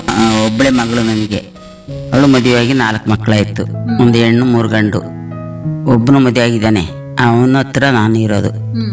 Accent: Karnataka, India; born there; now in H.D. Kote taluk, India; ನಮ್ದು ಊರು ನಾಗರಹೊಳೆ ಗೋಣಗದ್ದೆ, ನಮ್ಮ ಊರು ಅರೆಸ್ಟ್ ಒಳಗಡೆ.

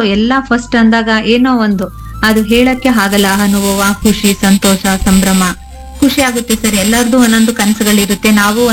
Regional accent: Karnataka, India; 1-7 ನಾನು ಕಂಚುಗಾರ ಕಪ್ಪಲಲ್ಲಿ ಓದಿದ್ದು, 7th PU ನಮ್ಮ ಊರಿನ ಪಕ್ಕ 4 kilometre Kesthur ಕಪ್ಪಲು. Next 2 degree ಇನ್ನಾಗ KR ನಗರದಲ್ಲೇ ಮಾಡಿದ್ದು.

